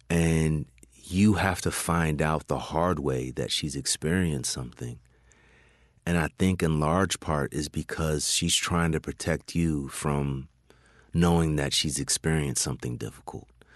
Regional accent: California, United States; born or raised there

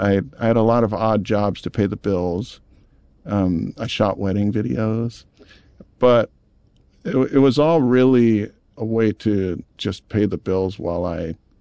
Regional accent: Maui, Hawaii, United States; born or raised there

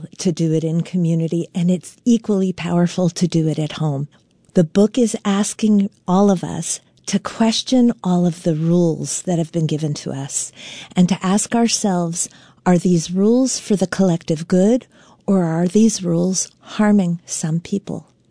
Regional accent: New York, United States; moved away as an adult; now in Vermont, United States; I mean, I'm not born and raised here. I'm a New Yorker. I came up here the summer of 2000

